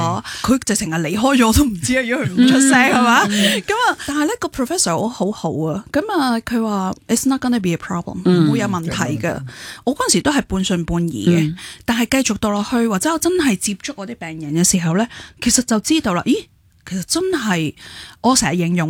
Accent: Canada; 其实我喺外国长大嘅，我喺加拿大长大。

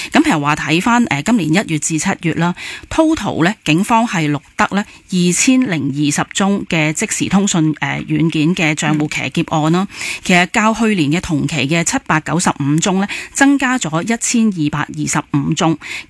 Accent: Hong Kong; 我哋香港人咧，大部分咧都会使用WhatsApp 啦。

